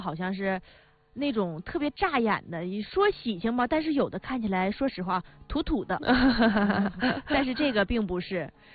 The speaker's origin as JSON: {"language": "Chinese", "country": "China", "said": "我们中国人"}